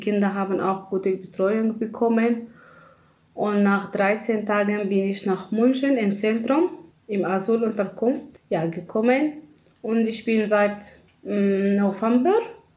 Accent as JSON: {"language": "German", "country": "Syria", "second_language": "German", "moved": "as an adult", "lives_now": "Munich, Germany", "said": "Ich komme aus Syrien"}